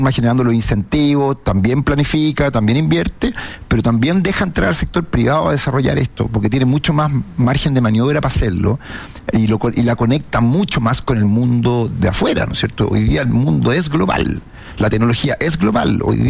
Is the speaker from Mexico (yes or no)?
no; Chile; Ahora, las razones de por qué nosotros como chilenos decimos, pucha, pero la ENAP es empresa estatal